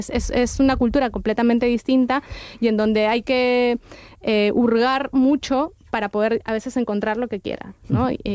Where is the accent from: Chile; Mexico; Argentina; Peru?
Peru; now in Spain; Bueno, yo no soy de aquí, se me notará en el acento. Yo soy peruana, vivo en España hace 6 años más o menos.